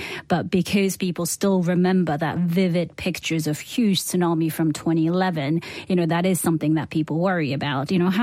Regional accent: Japan; I remember growing up in Japan, even as a kid, you know, you get warned about a potential big one happening

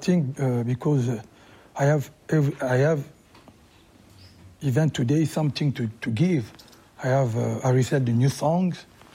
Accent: Kinshasa, DR Congo; English is a second language; moved away as an adult; I grew up in Kinshasa, mm-hmm. and I go to the Paris when I was I used to be 19, 20. Mm-hmm. So I have both culture, you know, Congolese culture and Rumba music.

